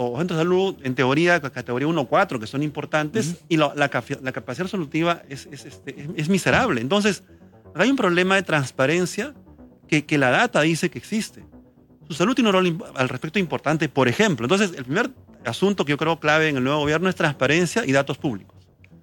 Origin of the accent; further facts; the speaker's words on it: Peru; en realidad somos nosotros los peruanos, ¿no?